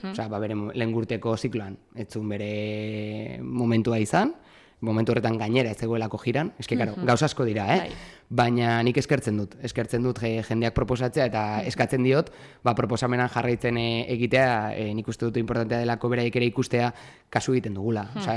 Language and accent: Basque; Irun, Basque Country, Spain; Hau begira, ba ni Irundarra naiz, orain dela 10 urte, ostras, ba ez du ezagutzen